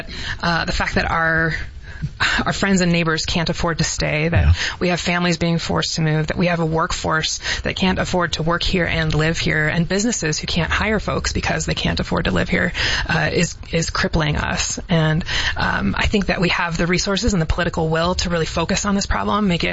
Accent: Illinois, United States; I grew up in the Chicago suburbs, like I like to say, where Costco meets the cornfields.

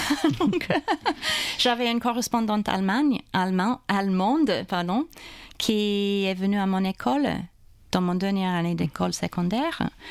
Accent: Brisbane, Queensland, Australia; born there; French is a second language; moved away as an adult; also born or lived in Japan / Belgium / Switzerland / France; je suis née à Brisbane.

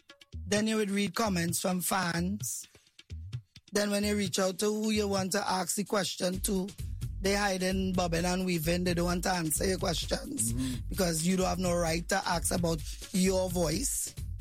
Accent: Carenage, Trinidad & Tobago; born there; I was born in Point Kumana, Carnage.

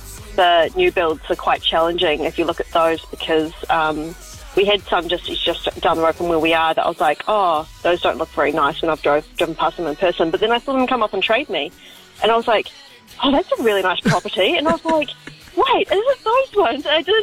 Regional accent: Auckland, New Zealand; particularly because I'm from Auckland, particularly in the Mount Roskill area.

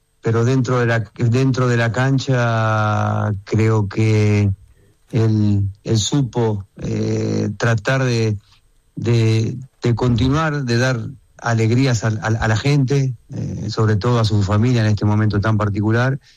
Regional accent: Argentina; para nosotros que somos argentinos

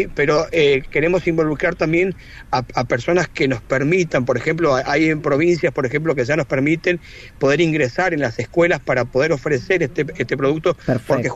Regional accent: Argentina

